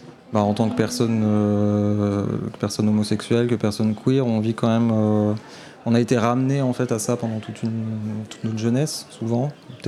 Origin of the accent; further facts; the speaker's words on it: Auvergne-Rhône-Alpes, France; now in Lyon, France; Je suis parti de la région où j'ai grandi. Donc, comme vous disiez, je suis passé de la Savoie à Lyon.